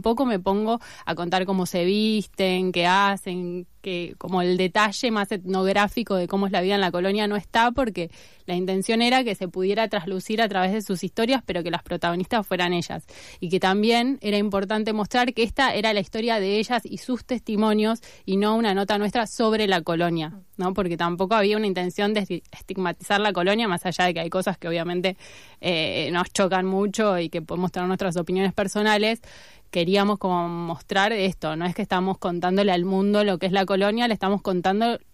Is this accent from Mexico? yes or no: no; Argentina; born there; como yo que nací acá